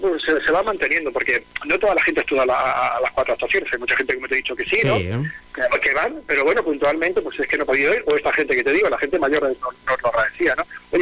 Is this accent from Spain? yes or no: yes; Extremadura, Spain; Sabéis que nosotros somos aquí de Campraño, en el norte de los Ibores.